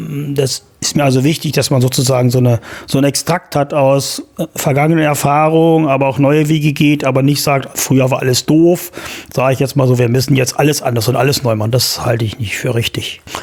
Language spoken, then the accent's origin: German; Saxony-Anhalt, Germany; born or raised there